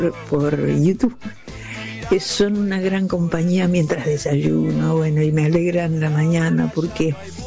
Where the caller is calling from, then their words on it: Don Torcuato, Buenos Aires Province, Argentina; de Don Torcuato